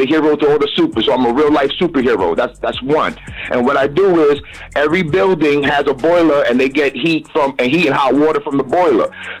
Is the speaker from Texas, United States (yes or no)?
no; New York City, New York, United States; Nah, I'm from New York City. I'm from Harlem.